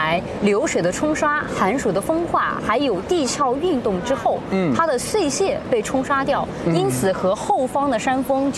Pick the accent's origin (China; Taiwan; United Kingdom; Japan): China; Jinyun, Zhejiang; 在我们缙云的本地方言里面呢，就是采石场的一个意思了